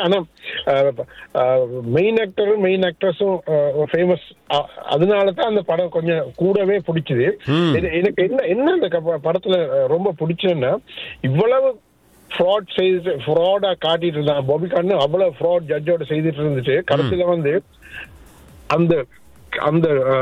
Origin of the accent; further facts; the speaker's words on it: Sri Lanka; born there